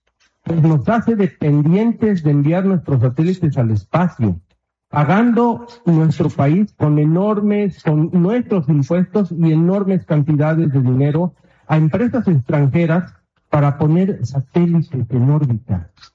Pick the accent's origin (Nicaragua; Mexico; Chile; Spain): Mexico